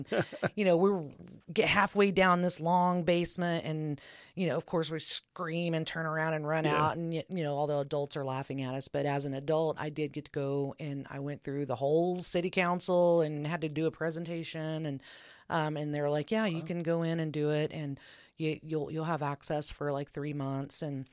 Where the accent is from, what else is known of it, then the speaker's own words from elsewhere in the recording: Oklahoma, United States; And I'm not from here. I am from Oklahoma.